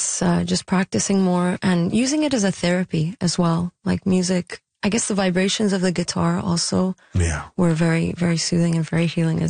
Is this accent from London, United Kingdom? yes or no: yes; London, United Kingdom; born there; I was born in London because... If I was born in Kuwait, I would only have a Jordanian citizenship because we're Palestinian.